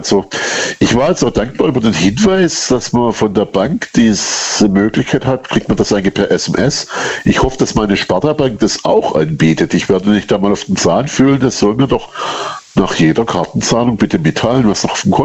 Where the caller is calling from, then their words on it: Baden-Württemberg, Germany; So 40 Kilometer nördlich von Stuttgart, also okay. Nördlich ja Rems-Murr-Kreis, ja.